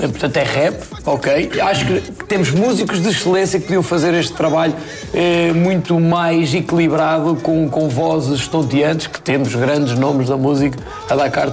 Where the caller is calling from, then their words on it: Portugal; eu sou português e amo a nossa seleção e amo o nosso país.